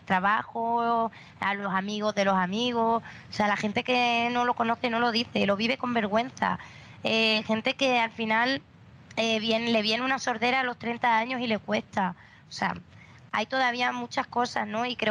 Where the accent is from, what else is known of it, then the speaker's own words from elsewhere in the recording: Extremadura, Spain; Yo soy de Extremadura, me crié en un pueblo muy pequeño de Extremadura, menos de 4.000 habitantes.